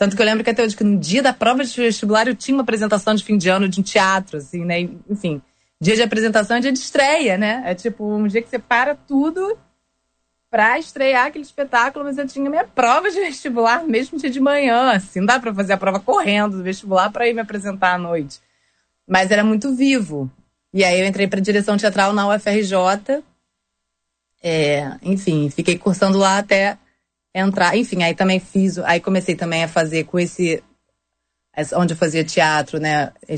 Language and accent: Portuguese; Rio de Janeiro, Brazil; born there; Pô, nasci no Rio, de uma família, né? Minha mãe é do Rio também.